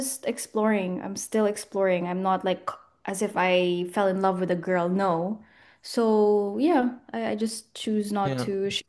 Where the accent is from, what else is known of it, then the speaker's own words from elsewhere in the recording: Philippines; now in Berlin, Germany; I'm a Filipino creative based in Berlin.